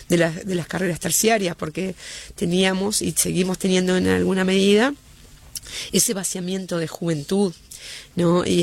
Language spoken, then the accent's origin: Spanish; Tacuarembó, Uruguay; Soy de Tacuarembó, vivo en Tacuarembó, vivo y lucho en Tacuarembó.